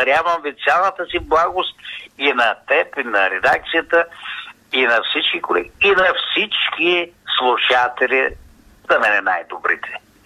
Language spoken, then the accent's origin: Bulgarian; Varna, Varna Province, Bulgaria; also born or lived in Dalgopol / Sofia; аз съм роден в Дългопол до Варна, но пък съм израсъл и съм живял тук преди, но даже сега съм там в момента, зимата съм повече в София. Значи аз се движа между София, Варна и Дългопол